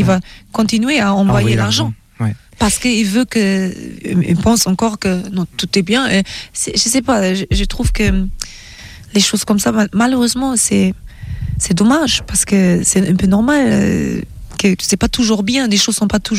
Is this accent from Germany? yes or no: yes; Germany; born or raised there